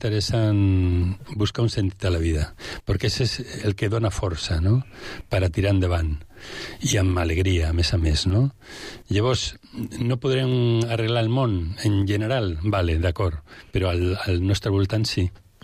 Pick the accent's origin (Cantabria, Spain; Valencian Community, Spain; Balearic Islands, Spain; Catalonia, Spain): Cantabria, Spain; Santoña; born there; al poble del naixement, Santonya, que vaig estar, vam fer ja una activitat, no? Pujant al Monte Buciero